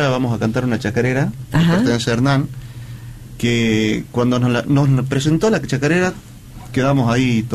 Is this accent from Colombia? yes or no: no; Tucumán, Argentina; somos orgullosamente que somos tucumanos.